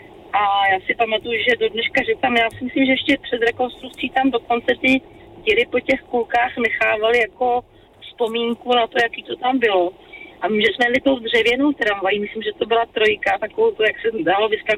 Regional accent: Prague, Czechia; born there; já jsem původně z Býtovský, takže vlastně z Budějovický

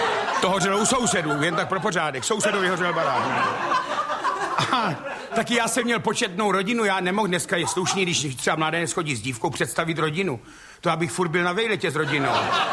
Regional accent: Moravia, Czechia; já jsem z Moravy a celá rodina jsme byli tlustý. Ale to byl zelinářský kraj

